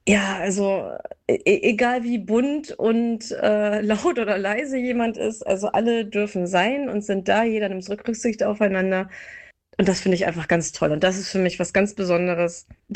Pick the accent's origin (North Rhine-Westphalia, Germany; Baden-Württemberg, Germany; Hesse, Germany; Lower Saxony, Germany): Lower Saxony, Germany; Salzgitter; aus Salzgitter.